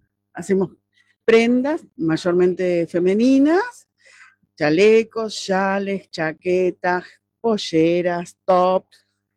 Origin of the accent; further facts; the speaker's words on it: Treinta y Tres, Uruguay; Llegamos desde 33, venimos del Olimar.